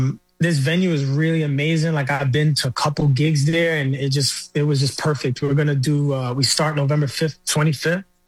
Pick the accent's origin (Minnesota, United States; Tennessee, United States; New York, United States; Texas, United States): New York, United States; Brooklyn; I'm from New York, man. I grew up in Bushwick, in Brooklyn.